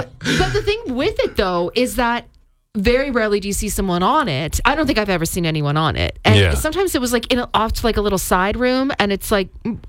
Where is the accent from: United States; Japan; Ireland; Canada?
Canada; Alberta; moved away; Oh, I'm from Alberta, baby.